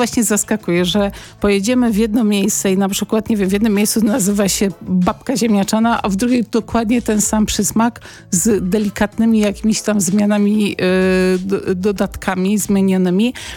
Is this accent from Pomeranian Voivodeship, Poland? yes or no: no; Płock, Masovian Voivodeship, Poland; bo ja pochodzę z Mazowsza, jestem mazowszanką, ale z Płocka